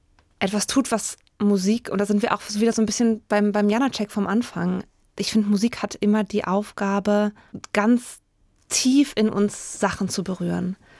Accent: Berlin, Germany; moved away as an adult; also born or lived in Leipzig; now in Hesse, Germany; Ja, ich komme ursprünglich aus Berlin.

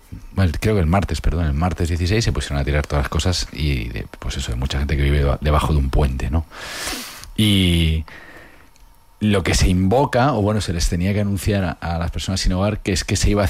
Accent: Madrid, Community of Madrid, Spain; Madrid, que es mi tierra, la que más conozco.

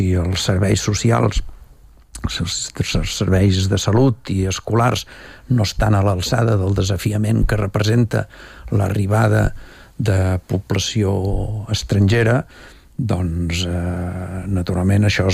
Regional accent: Terrassa, Catalonia, Spain; ja es nota que sóc de Terrassa

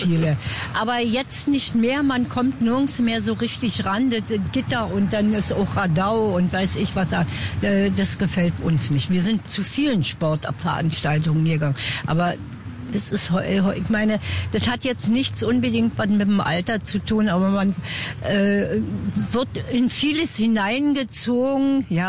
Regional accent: Berlin, Germany; ich bin eigentlich in Charlottenburg aufgewachsen

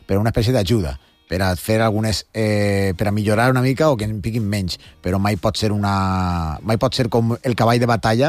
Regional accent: Faura, Valencian Community, Spain; soc de València.

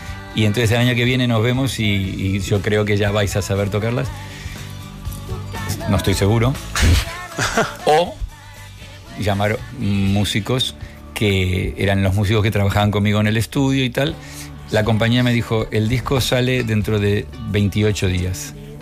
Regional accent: Region of Murcia, Spain; y yo decía, pero si soy de Murcia. ¿Dónde está?

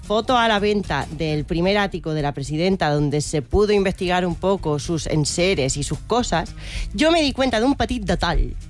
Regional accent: Region of Murcia, Spain; Porque soy de Murcia.

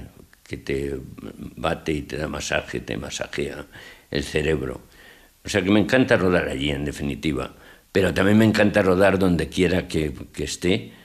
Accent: Asturias, Spain; now in Madrid, Spain; ahora me encuentro en Madrid, como estás viendo. pero vengo de Asturias

